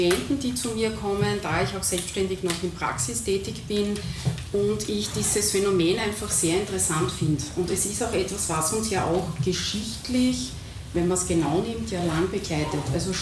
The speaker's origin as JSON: {"language": "German", "town": "Graz", "region": "Styria", "country": "Austria", "said": "Also ich kann nur, ich komme aus Graz, bin heute mit dem Zug hergefahren"}